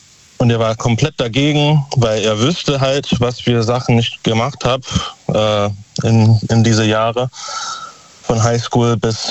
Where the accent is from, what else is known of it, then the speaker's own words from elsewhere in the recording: Überherrn, Saarland, Germany; Also momentan bin ich gerade in Konz, aber ich komme aus Überherrn.